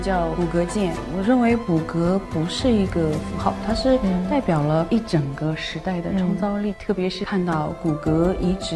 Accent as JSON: {"language": "Chinese", "region": "Sichuan", "country": "China", "tie": "born or raised there", "said": "因为我们俩本身都是嘉绒人"}